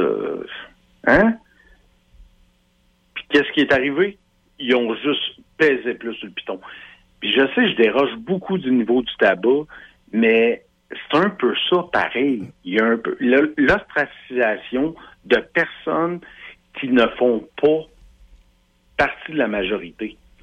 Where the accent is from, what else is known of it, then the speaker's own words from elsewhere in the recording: Drummondville, Quebec, Canada; je suis un peu plus vieux que toi, Max, là. Puis je viens de Drummondville